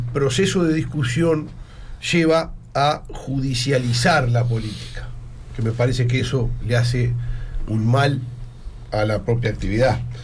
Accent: Uruguay; yo soy un hombre del interior, Enrique, y soy blanco.

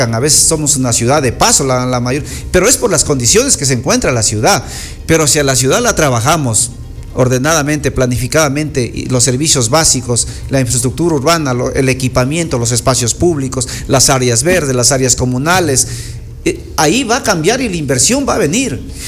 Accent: Zamora, Zamora-Chinchipe, Ecuador; soy zamorano, quiero a mi cantón, quiero que Zamora avance hacia el desarrollo

